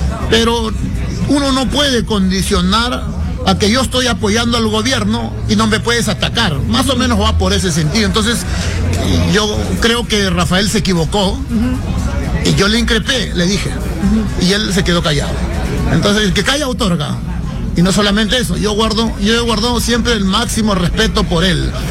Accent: Lima, Peru; esa Lima de donde vengo yo, de Comas, de Coyique, de Ancón y de las Arenas

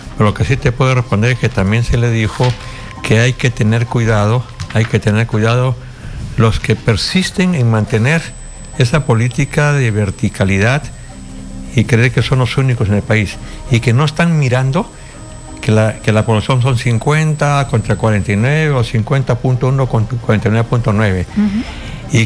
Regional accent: Peru; Aspiro, como peruano, a que haga un buen gobierno.

